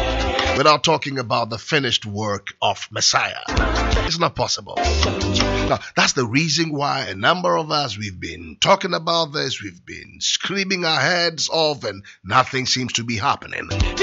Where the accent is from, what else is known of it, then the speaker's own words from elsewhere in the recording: Accra, Greater Accra, Ghana; We're growing up in Abeka.